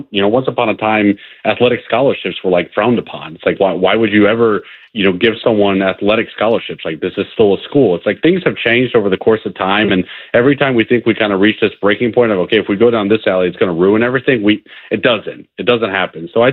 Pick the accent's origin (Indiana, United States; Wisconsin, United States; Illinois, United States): Indiana, United States; You know, funny enough, I grew up in Indiana, but I grew up Northwest Indiana.